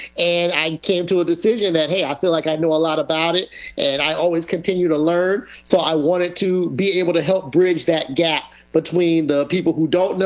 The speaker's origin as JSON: {"language": "English", "region": "South Carolina", "country": "United States", "tie": "born or raised there", "lives_now": "Florida, United States", "said": "Hey, I consider myself a Floridian. I've been in Florida well over 20 years, but I was born and raised more in South Carolina and also born in North Carolina."}